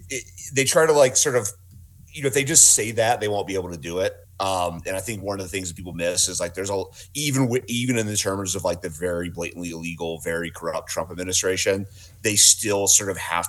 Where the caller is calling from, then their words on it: Bozeman, Montana, United States; Bozeman, Montana.